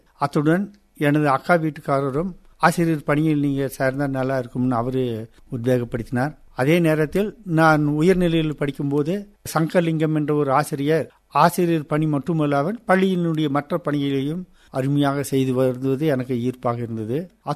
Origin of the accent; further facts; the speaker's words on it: Kalinganetti, Tamil Nadu, India; also born or lived in Coimbatore district; நான் வந்து நீலகிரி மாவட்டத்தில் கலிங்கநெட்டி என்ற ஊரில் பிறந்தேன். கோத்தகிரி பார்டர்னு சொல்லி, கோத்தகிரி ஒட்டுநாப்பில் பார்டரில் உள்ளது கலிங்கநெட்டி, உதகை ஒன்றியத்தை சார்ந்த ஊரில் தான் நான் பிறந்தேன். அந்த எங்கள் ஊரில் உள்ள அரசு தொடக்கப்பள்ளியில் தான் நான் 5வது வகுப்பு வரை படித்தேன்.